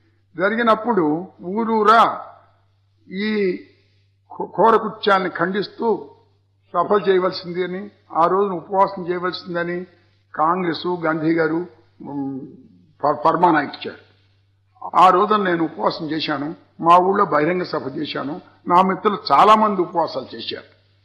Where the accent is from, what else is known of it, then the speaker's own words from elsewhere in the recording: Andhra Pradesh, India; మాది మా కంటసాల గ్రామం చాలా పెద్ద గ్రామం. చుట్టూ 13 గ్రామాలకు అది సెంటరు